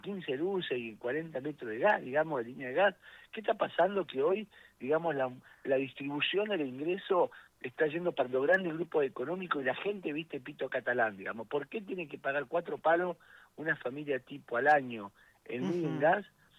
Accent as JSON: {"language": "Spanish", "region": "Santa Cruz", "country": "Argentina", "said": "el segundo somos la provincia de Santa Cruz."}